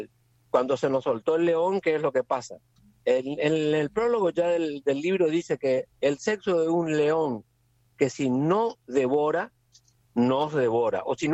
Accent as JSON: {"language": "Spanish", "region": "Corrientes", "country": "Argentina", "lives_now": "Buenos Aires, Argentina", "said": "yo, que soy correntino, pero también vivo en Buenos Aires"}